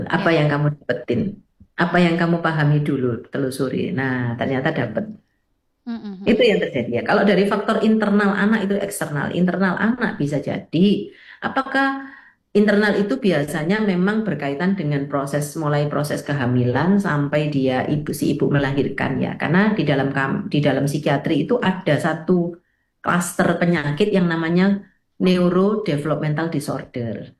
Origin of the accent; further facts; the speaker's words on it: Surabaya, East Java, Indonesia; kita orang Surabaya